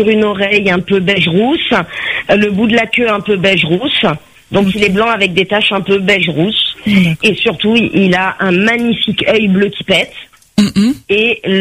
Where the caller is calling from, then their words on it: Saint-Denis, Réunion; je suis à la Providence, mm-hmm. à Saint-Denis